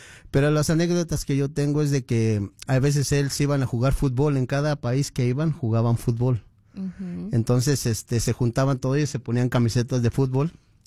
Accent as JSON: {"language": "Spanish", "region": "Mexico City", "country": "Mexico", "tie": "born or raised there", "moved": "as an adult", "said": "Mira, yo soy originario del Distrito Federal."}